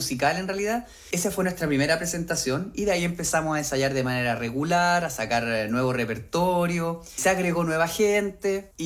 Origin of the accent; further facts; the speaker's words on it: Chile; moved away as an adult; now in Brussels, Belgium; y yo llevo recién 10 años. Entonces yo me siento más chileno que belga, por supuesto.